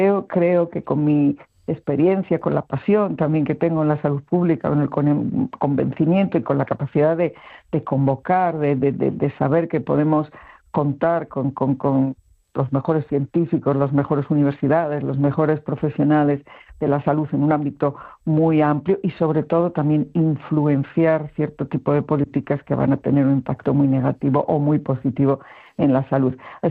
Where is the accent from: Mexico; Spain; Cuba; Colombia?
Spain; Asturias; siendo asturiana y hablando con amigos asturianos